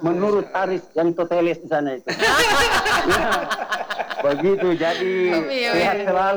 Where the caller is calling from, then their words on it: Central Sulawesi, Indonesia; saya orang Ledo.